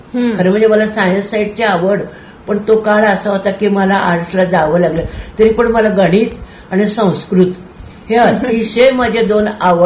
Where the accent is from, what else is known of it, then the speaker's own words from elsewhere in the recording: Rukdi, Maharashtra, India; रुकडी कोल्हापूरचं ते माझं मूळ गाव, आणि तिथं रुकडीला पण आमच्या दारामध्ये स्वामी समर्थाने दिलेल्या पादुकांचं दत्त मंदिर आहे.